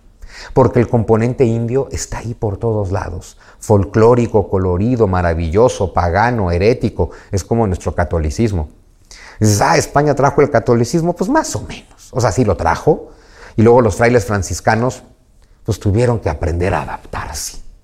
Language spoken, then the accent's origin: Spanish; Mexico; first language Spanish; los mexicanos no volamos cometas, volamos papalotes.